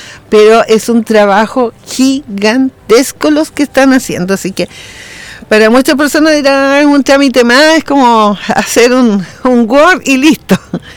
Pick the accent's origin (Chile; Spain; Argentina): Chile; Talagante, Santiago Metropolitan; abrazo, y a la distancia soy de Talagante.